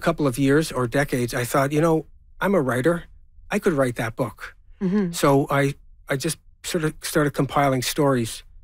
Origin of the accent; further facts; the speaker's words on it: Toronto, Ontario, Canada; I was born and raised in Flemingdon Park, and I've always been intrigued by the history, the local history of the community.